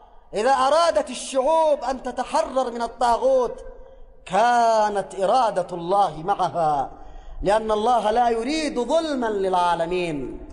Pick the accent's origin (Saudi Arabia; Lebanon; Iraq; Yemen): Yemen; نتحدث عن واقعنا في بلدنا اليمن الحبيب.